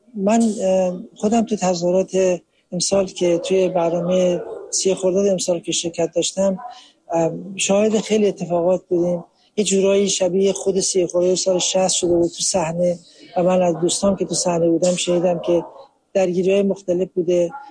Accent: Iran; now in United States; از امریکا اومدم و زندانی سیاسی سابق دهه 60 هستم.

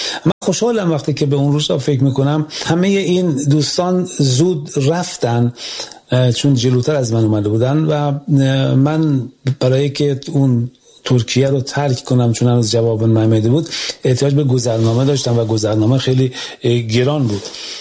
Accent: Iran; ولی خب بعد مترجم اومد و روشن شد که ما از ایران اومدیم.

